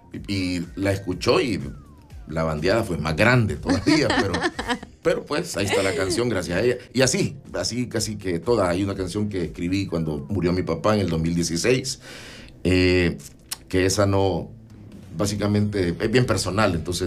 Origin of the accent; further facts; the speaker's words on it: Santa Ana, El Salvador; born there; now in San Salvador, El Salvador; soy cantautor salvadoreño, nacido en Santa Ana, viviendo aquí en San Salvador.